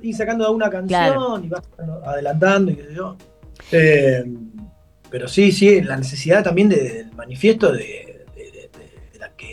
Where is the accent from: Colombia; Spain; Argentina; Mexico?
Argentina